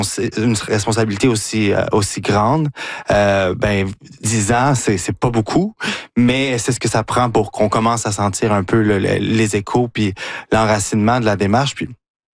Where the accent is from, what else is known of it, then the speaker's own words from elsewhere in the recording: Chicoutimi, Quebec, Canada; born there; Je suis né à Chicoutimi, moi.